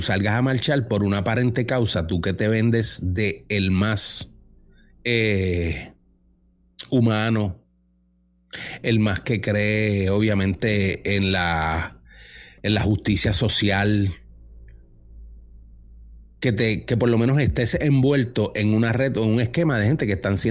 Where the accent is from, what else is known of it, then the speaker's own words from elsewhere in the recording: Puerto Rico; como decimos nosotros en Puerto Rico